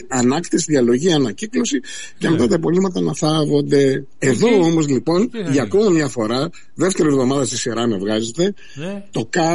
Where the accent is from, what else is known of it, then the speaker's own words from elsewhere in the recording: Chalcis, Central Greece, Greece; Στην πατρίδα μου.